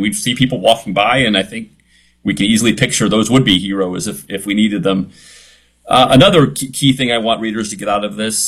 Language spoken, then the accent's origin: English; United States; it's a story that just makes me as an American proud as heck that there are people like this.